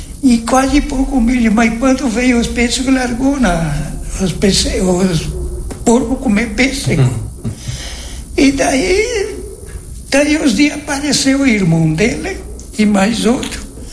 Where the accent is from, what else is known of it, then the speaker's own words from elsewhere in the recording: Vila Maria, Rio Grande do Sul, Brazil; born there; Eu nasci mesmo lá no Orsato.